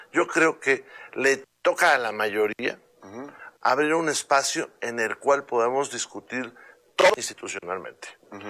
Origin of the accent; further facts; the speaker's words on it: Saltillo, Coahuila, Mexico; Yo soy de Saltillo.